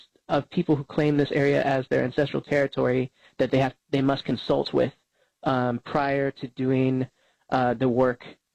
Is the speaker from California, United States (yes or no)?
yes; Alameda, California, United States; I was adopted out of my tribe at birth and born and raised in Alameda